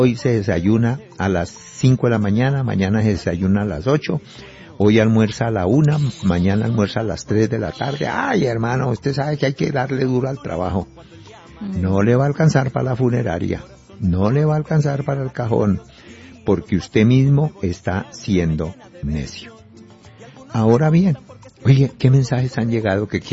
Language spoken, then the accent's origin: Spanish; Boyacá, Colombia; Y en mi tierra Boyacá está que el plato casi se salga.